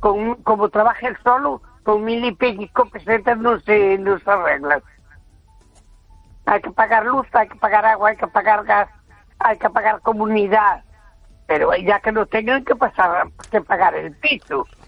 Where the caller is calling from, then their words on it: A Coruña, Galicia, Spain; de Coruña.